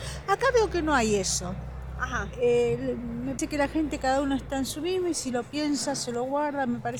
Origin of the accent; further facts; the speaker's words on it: Buenos Aires, Argentina; Yo vengo de Buenos Aires y realmente los vientos acá son terribles.